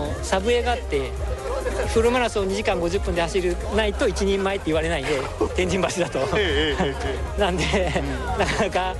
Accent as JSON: {"language": "Japanese", "town": "Okazaki", "region": "Aichi", "country": "Japan", "tie": "born or raised there", "said": "僕岡崎出身ここなんで"}